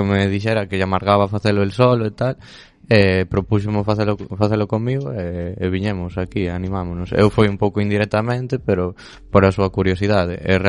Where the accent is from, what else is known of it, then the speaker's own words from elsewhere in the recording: Xunqueiro, Galicia, Spain; Ah, pues, somos de Xunqueiro.